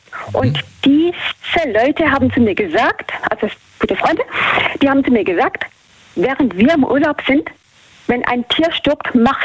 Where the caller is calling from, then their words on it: Böblingen, Baden-Württemberg, Germany; Kreis Böblingen Richtung Stuttgart.